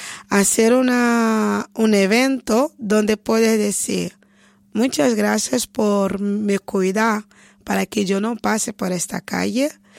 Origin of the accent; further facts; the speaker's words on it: Brazil; Spanish is a second language; now in Europe; me veo como afro-pindorámica, ¿no? Sería la idea afro-brasileña. Mi experiencia no es de una brasileña en Europa, es de una afro-brasileña